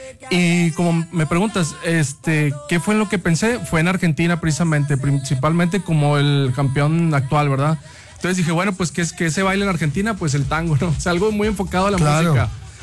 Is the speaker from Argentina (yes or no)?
no; Mexico; todos somos mexicanos